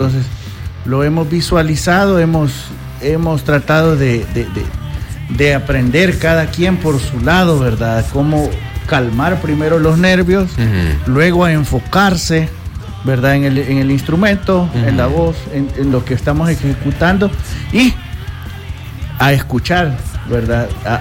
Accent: Zacatecoluca, La Paz, El Salvador; hubo un tiempo que estaba en Zacatecoluca, de donde soy originario

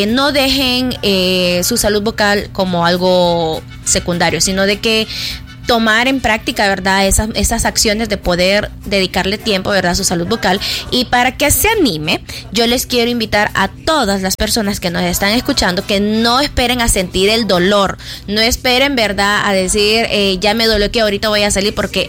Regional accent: El Salvador; como salvadoreños quizás somos un poco descuidados.

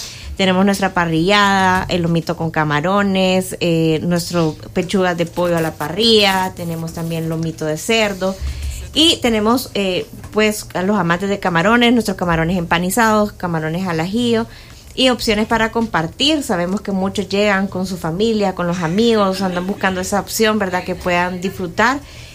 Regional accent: El Salvador; que creo que como salvadoreños es una de las entradas que no puede faltar en la mesa, ¿verdad?

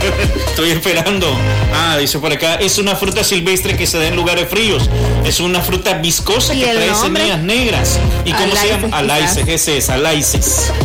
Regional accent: El Salvador; Como salvadoreña, prohibido que cante el himno nacional.

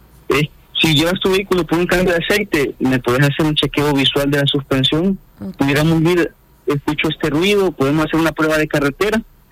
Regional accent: El Salvador

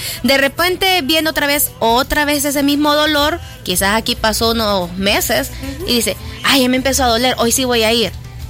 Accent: El Salvador; como salvadoreños es algo que descuidamos

